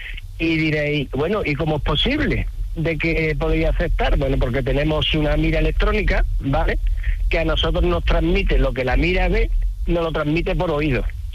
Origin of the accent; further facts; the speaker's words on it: Jerez de la Frontera, Andalusia, Spain; now in El Bosque, Spain; Mira, yo soy de Jerez, vale. Pero vivo entre el Bosque desde hace mucho tiempo y el Gastor, el pueblo de mi pareja.